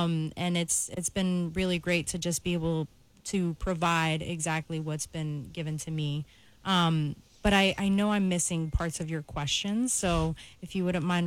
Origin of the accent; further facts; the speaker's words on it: Virginia, United States; now in Pittsburgh, United States; I'm Latina and I come from a family of immigrants. And my parents, well, I was born and raised in Virginia. We moved up here to Pittsburgh around that time.